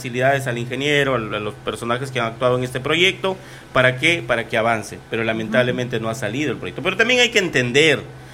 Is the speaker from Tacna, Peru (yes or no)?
no; Túcume, Lambayeque, Peru; mi pueblo de Tucume